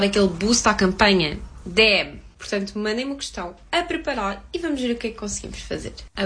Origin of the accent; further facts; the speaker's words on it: Cascais, Lisbon, Portugal; Eu sou de Cascais e Lisboa